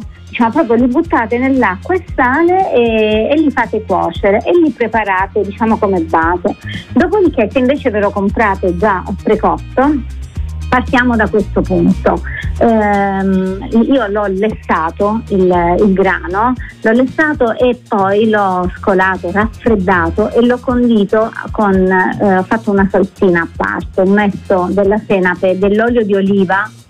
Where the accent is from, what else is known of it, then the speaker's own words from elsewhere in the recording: Apulia, Italy; sono salentina